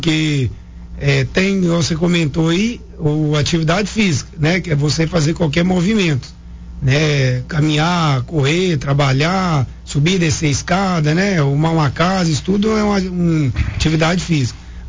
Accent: Coronel Fabriciano, Minas Gerais, Brazil; Eu sou de Coronel Fabriciano, né? Nasci e cresci aqui, desde criança, tenho 43 anos.

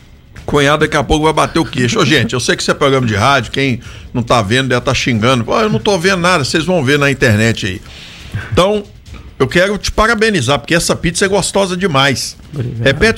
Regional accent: Brazil; fui nascido e criado em Guebarra ali, hein?

